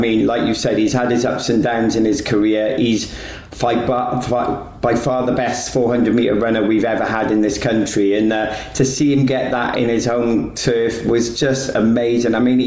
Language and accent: English; United Kingdom; I'm British.